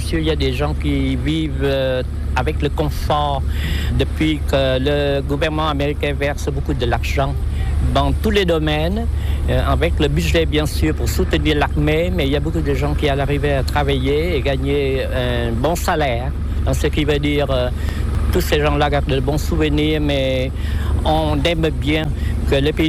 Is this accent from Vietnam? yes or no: yes; Ho Chi Minh City, Vietnam; Je suis originaire de Saïgon, mais un peu plus compliqué parce que mon père est du Sud.